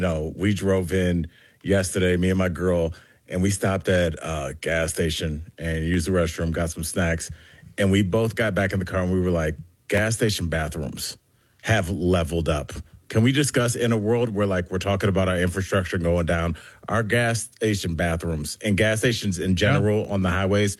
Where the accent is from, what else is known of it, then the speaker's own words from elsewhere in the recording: Cleveland, Ohio, United States; I'm from Cleveland, Ohio. I can drive in some snow, bro.